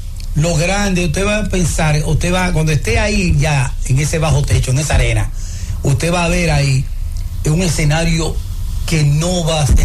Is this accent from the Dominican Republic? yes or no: yes; Dominican Republic; Para nosotros un orgullo y un privilegio como dominicano.